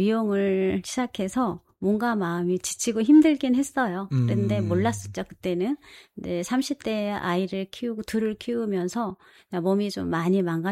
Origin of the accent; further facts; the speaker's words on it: Jeonju, North Jeolla, South Korea; moved away as an adult; also born or lived in Seoul; 그래서 아, 전주는 내 고향이구나 하는 네. 더 확신이 들었죠.